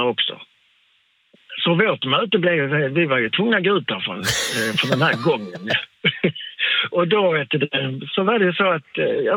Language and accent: Swedish; Malmö, Skåne, Sweden; Ja, men vi bor i en liten stuga här på Öland. Jaha, var kommer ni med? Ja, jag vet från Malmö, sa jag.